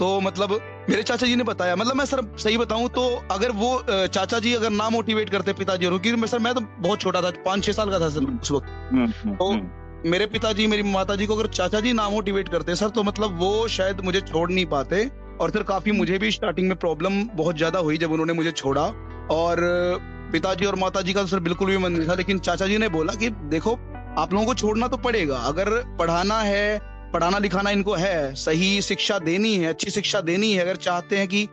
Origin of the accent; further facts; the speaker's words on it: Haryana, India; also born or lived in Ayodhya, Uttar Pradesh (parents' origin); मैं हरियाणा से हूँ, बट मेरे माता पिता जो हैं वो मूल रूप से यूपी से हैं, अयोध्या से